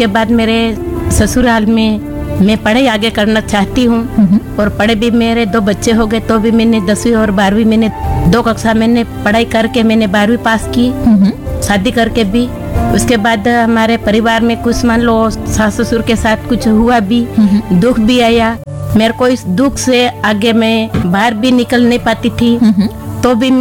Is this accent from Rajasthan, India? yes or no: yes; Amlipada, Rajasthan, India; और मैं गांव अमलीपाड़ा से हूँ, ब्लॉक सज्जनगढ़ से हूँ।